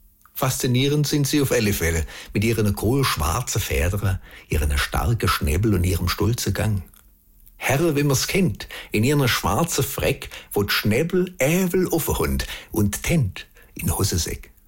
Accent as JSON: {"language": "German", "town": "Beisinger", "region": "Baden-Württemberg", "country": "Germany", "tie": "born or raised there", "said": "mit einem kleinen Liedle im Dialekt von meinem Heimatort Beisinger bei Rottweil."}